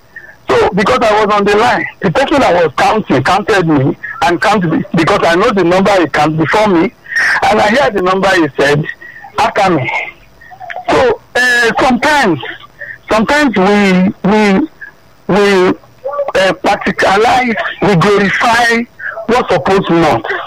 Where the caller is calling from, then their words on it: Nigeria; I'm from Bajulani.